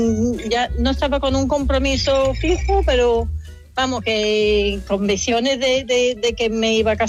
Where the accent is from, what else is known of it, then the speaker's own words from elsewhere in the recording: South West England, United Kingdom; Spanish is a second language; Yo soy de Gloucestershire, eso vamos, para explicarlo fácilmente a la gente, mitad entre Birmingham y Bristol.